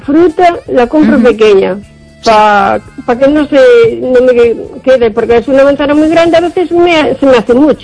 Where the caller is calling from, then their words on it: O Carballiño, Galicia, Spain; de Carballiño.